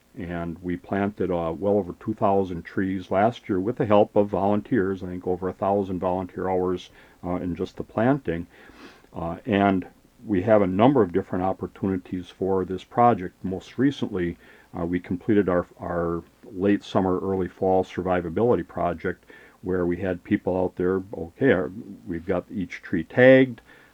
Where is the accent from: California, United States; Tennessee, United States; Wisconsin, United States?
Wisconsin, United States; I was 30 years old, and I grew up in the North Country. And it's still, I remember it sitting there in a branch way up in northern Wisconsin.